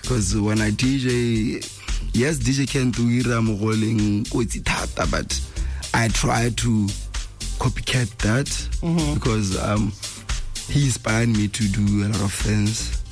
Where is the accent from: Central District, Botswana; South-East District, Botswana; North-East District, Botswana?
North-East District, Botswana; Francistown; I grew up in Francistown, basically.